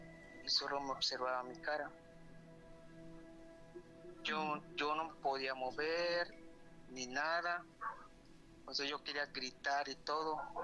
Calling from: Mérida, Yucatán, Mexico; te escucho desde Mérida, Yucatán.

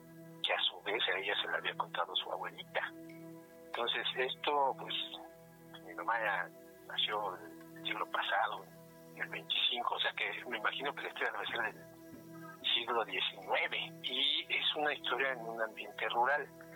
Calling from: Mexico City, Mexico; De Iztapalapa.

